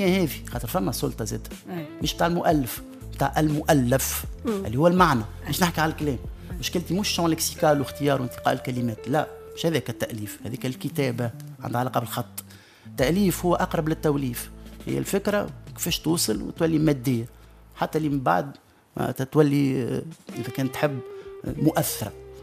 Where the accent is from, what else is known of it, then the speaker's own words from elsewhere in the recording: Tunisia; accent: Tunisian; يتعلم راه أصحابي الكل في لبنان يتكلموا بالتونسي بارفي زاد كل ممثلين خدمت معهم في لبنان وفي سوريا الكل نحكي معهم باللهجه التونسيه.